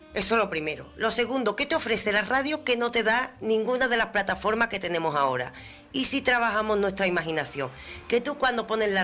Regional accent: Andalusia, Spain; es un programa para que nos cojamos cariño a nosotros como andaluces.

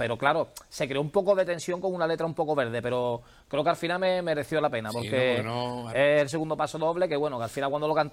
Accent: Cádiz, Andalusia, Spain; y nosotros somos de Cádiz, ¿eh?

